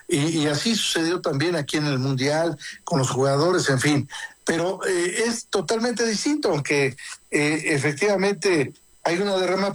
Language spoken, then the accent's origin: Spanish; Mexico; Tenemos grandes cualidades como mexicanos.